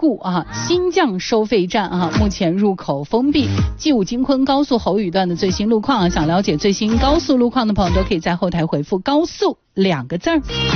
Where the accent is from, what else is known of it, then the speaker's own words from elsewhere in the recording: China; 这个日子真的是非常非常值得我们中国人去记住的这样的一个日子